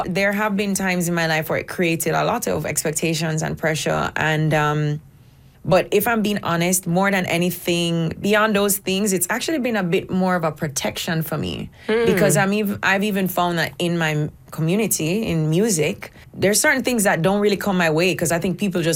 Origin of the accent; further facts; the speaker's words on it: Jamaica; I'm a Jamaican girl.